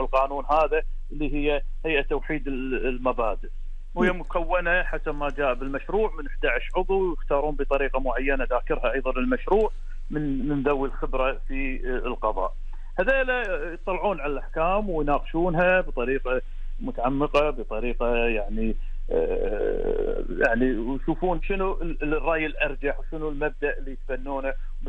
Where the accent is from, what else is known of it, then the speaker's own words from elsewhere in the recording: Kuwait; وهذه الظروف لا شك أنها تغيرت عندنا بالكويت